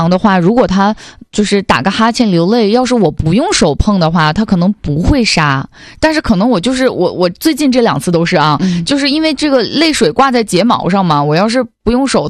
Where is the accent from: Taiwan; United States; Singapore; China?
China; Northeast China; accent: Northeastern; 用咱们东北话讲叫比较沙